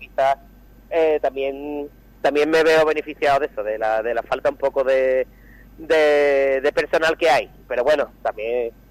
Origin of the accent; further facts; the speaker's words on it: Écija, Andalusia, Spain; que soy el artesano, que soy de Écija, y que soy el artesano que va al carnaval de Cádiz.